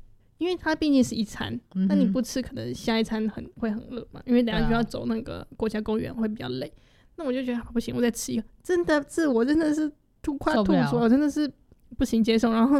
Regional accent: Taiwan; 或者是他们因为我们台湾人会腌嘛，对不对？腌猪肉之类的

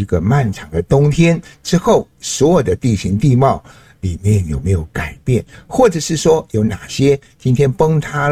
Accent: Taiwan; 就好像小时候在我老家巴卡山部落里，所有的族人们呢都使用过用竹子做成水管

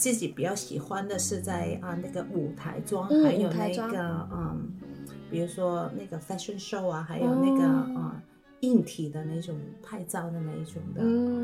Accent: Hong Kong; 我们香港人

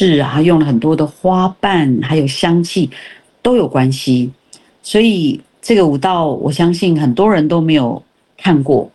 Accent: Taiwan; 我们一个台湾人

